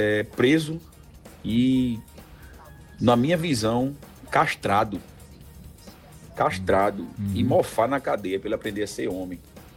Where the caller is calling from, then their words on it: Carpina, Pernambuco, Brazil; sou de Carpina, Pernambuco